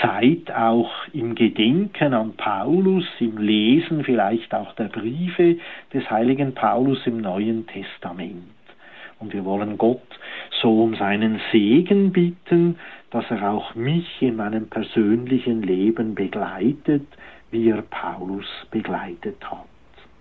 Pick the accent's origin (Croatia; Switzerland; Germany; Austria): Switzerland; wir Schweizer ja sozusagen auch die Heiden, wir sind ja nicht Juden gewesen, sondern außerhalb des Judentums aufgewachsen